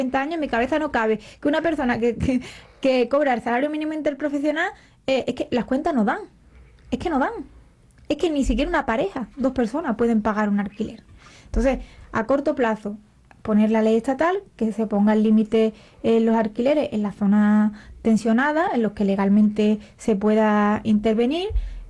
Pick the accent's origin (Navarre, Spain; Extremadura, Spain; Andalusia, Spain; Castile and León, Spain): Andalusia, Spain; born there; also born or lived in Granada; Es que un estudiante de mi pueblo va a irse a vivir a Málaga porque, claro, evidentemente es que le toca una hora de distancia la universidad.